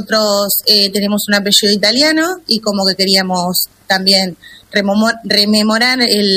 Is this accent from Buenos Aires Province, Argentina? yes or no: yes; Rawson, Buenos Aires Province, Argentina; moved away as an adult; now in Bolívar, Argentina; Nosotros somos de Rawson, Buenos Aires.